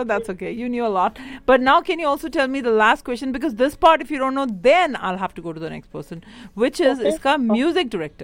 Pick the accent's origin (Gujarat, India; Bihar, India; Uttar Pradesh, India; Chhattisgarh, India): Uttar Pradesh, India; Ghaziabad; moved away; also born or lived in Delhi; वैसे मैं Delhi University से हूँ, लेकिन उससे पहले मैं गाजियाबाद से हूँ, the industrial town.